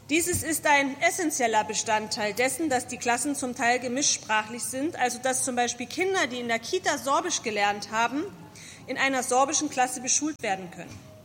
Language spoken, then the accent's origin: German; Saxony, Germany; Ich komme aus der Oberlausitz